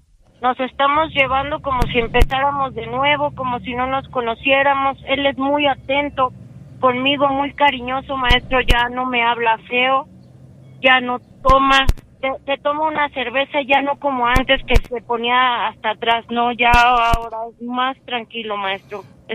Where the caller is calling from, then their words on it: New Jersey, United States; Yo le estoy marcando de New Jersey